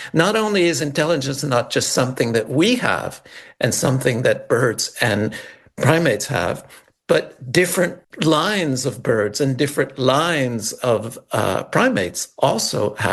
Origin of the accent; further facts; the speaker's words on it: Montreal, Quebec, Canada; Yes, I grew up in Montreal.